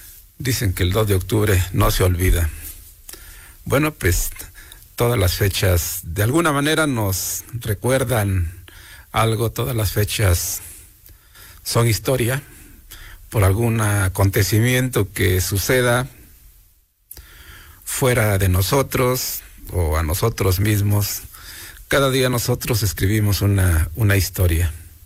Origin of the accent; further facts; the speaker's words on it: Mexico; now in Izúcar de Matamoros, Mexico; Y como mexicanos, pues ni se diga, los mexicanos somos bien trabajadores, bien inteligentes, bien creativos.